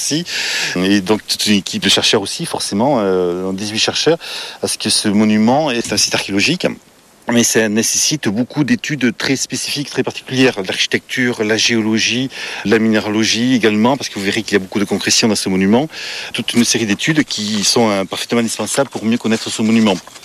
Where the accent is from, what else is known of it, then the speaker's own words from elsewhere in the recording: Verse, France; born there; now in Cabourret, France; je suis archéologue, je suis né à Verse et j'habite maintenant à Cabourret.